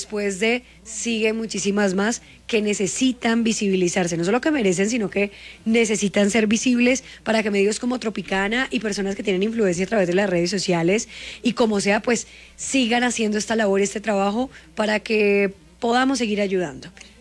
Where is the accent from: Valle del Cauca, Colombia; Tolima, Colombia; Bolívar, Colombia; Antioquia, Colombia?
Valle del Cauca, Colombia; Cali; Claro, pues es que yo soy de Cali y yo hablo, yo tengo mi acento